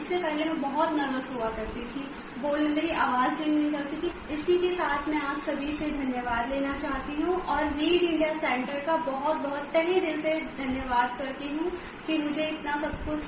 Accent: Delhi, India; नमस्कार दोस्तों … और मैं दिल्ली से हूँ।

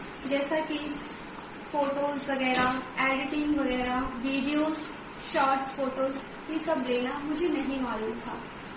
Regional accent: Delhi, India; और मैं दिल्ली से हूँ।

